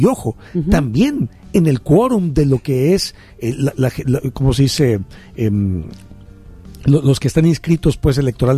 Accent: Mexico; Primero que nada, como mexicanos, viendo lo que está pasando en la izquierda latinoamericana

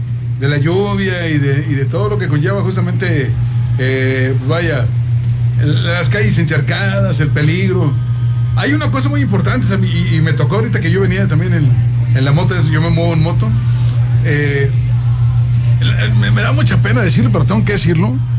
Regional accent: San Luis Potosí, Mexico

